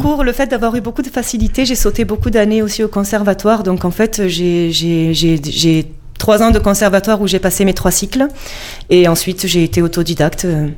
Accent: Marseille, Provence-Alpes-Côte d'Azur, France; accent: Marseille accent, with Italian resonances; Je suis marseillaise.

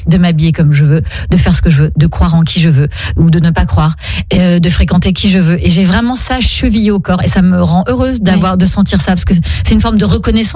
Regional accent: Reims, Grand Est, France; born there; also born or lived in Brest / Nîmes / Laval / Aix-en-Provence; Donc je suis née à Reims alors que nous sommes bretons. Puis après nous sommes partis à Brest, à Nîmes, à Laval, Aix-en-Provence, à Vannes.

